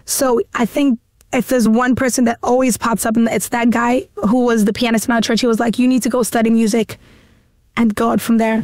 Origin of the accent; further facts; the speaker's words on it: Middelburg, Mpumalanga, South Africa; A child of God, born and bred in Middleburg.